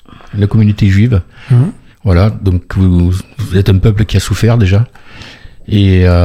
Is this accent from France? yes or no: yes; France; chez nous en France.